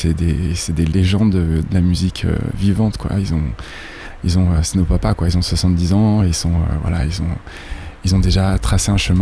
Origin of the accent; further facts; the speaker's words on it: France; moved away as an adult; also born or lived in Quebec, Canada; en tant que Français ou en tant qu'Européen ici